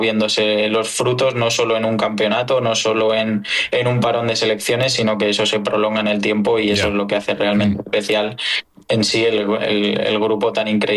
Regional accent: Spain

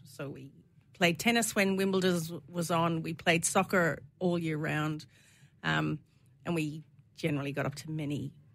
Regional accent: Waterford, Munster, Ireland; I was born in Waterford, in this town, in this city we used to call it, but I think technically it's a town. So I was born just living on the outside of the city. I'm one of four. I grew up in a housing estate.

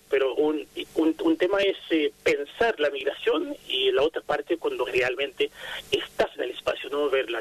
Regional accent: Haiti; now in Rosario, Argentina; 14 años viviendo en Rosario, mi casa, mi ciudad, yo creo que, como lo dijiste al principio, soy un haitiano rosarino.

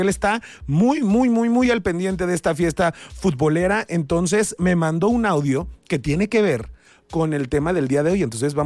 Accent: Mexico; Se gane o se pierda, seguimos siendo mexicanos

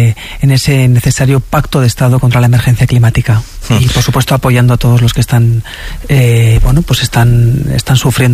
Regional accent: Navarre, Spain; claro, es que soy navarra

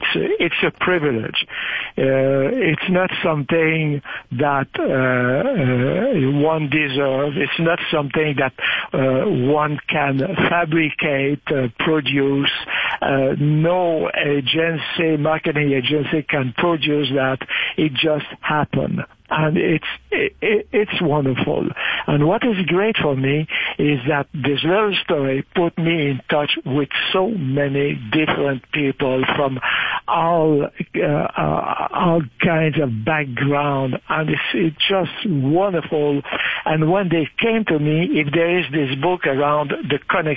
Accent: Sainte-Justine, Quebec, Canada; Yes, it was. It was like this. There was, as I tell in the story, there was the church, the school, and the skating rink.

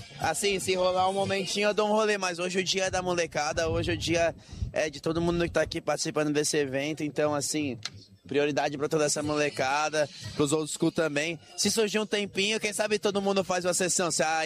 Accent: Florianópolis, Santa Catarina, Brazil; eu sou de Floripa, né, cresci vindo pra Garopaba

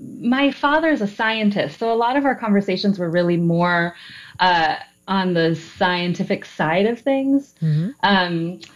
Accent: Minneapolis, Minnesota, United States; Oh, hello. Hi, my hometown.

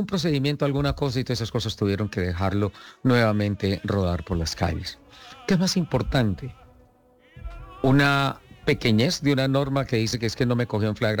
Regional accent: Santander, Colombia; Ojo con mi tierra, ojo con Santander.

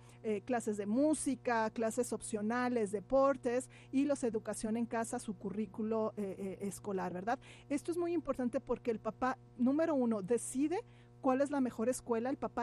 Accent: El Paso, Texas, United States; ya estamos aquí en El Paso, yo soy del Paso

